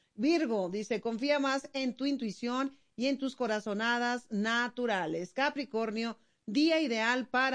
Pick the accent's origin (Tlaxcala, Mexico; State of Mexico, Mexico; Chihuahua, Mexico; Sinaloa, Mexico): Sinaloa, Mexico